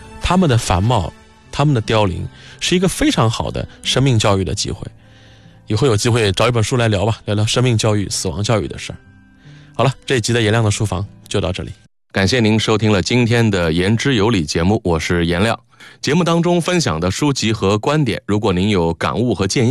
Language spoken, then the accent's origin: Chinese; China